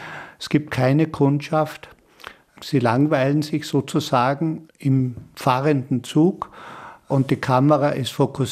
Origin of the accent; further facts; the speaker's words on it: Kötschach-Mauthen, Carinthia, Austria; Also ich habe mir immer Flachdächer gewünscht, die in der Gegend, wo ich aufgewachsen bin, nicht funktioniert haben. Roland Reiner hat dort eine Kirche geplant, in Kötschach-Mauten, eine evangelische Kirche.